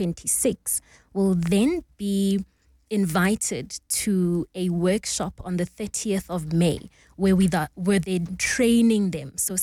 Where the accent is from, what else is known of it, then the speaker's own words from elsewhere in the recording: Tembisa, Gauteng, South Africa; I'm from Tembisa, so I know the challenges that those young learners are grappling with English not being their first language.